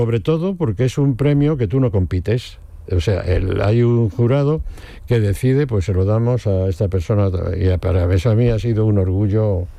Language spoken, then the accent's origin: Spanish; Cuenca, Castilla-La Mancha, Spain; moved away; Los dos somos de Cuenca